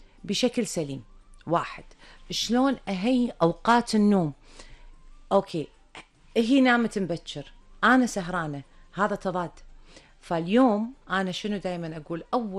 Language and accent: Arabic; Kuwait; ما شاء الله الحضانات عندنا في الكويت تعتبر على معايير ممتازة